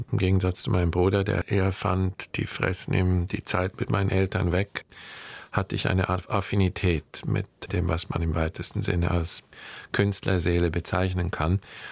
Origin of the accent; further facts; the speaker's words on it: Zurich, Switzerland; moved away as an adult; also born or lived in Los Angeles, California; was man typischerweise als Schweizer Kind oder als Zürcher Kind in meinem Quartier gesehen hat.